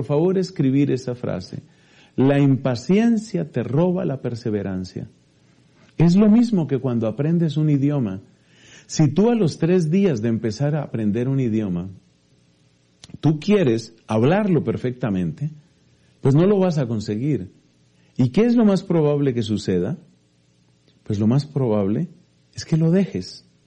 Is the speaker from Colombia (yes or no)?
yes; Colombia; en mi país, en Colombia